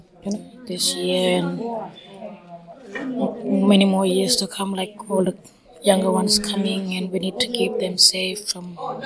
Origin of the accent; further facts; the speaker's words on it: Yalata, South Australia, Australia; also born or lived in Port Augusta; And my grandmother is from here, Port Augusta, from my father's side. But I grew up in Yalata with my grandfather's side, from my father, and also my mum's family.